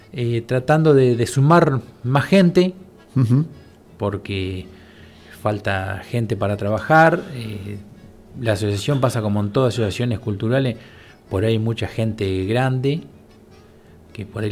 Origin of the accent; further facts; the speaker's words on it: Argentina